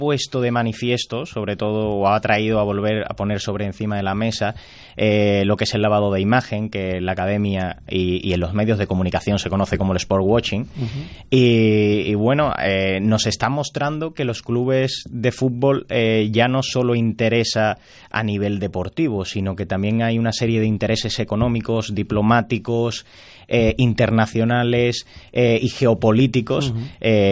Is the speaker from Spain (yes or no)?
yes; Osuna, Andalusia, Spain; yo soy de Osuna, además tengo la suerte de ser antiguo alumno de la Escuela Universitaria de Osuna